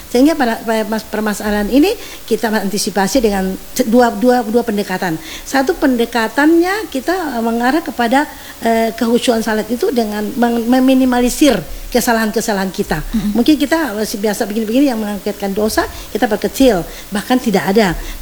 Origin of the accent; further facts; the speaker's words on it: Ternate, North Maluku, Indonesia; Saya asli Ternate, Maluku Utara, Ternate. Ternate di Marikurubung ini tahu Marikurubung itu. Saya pergi kampung di situ.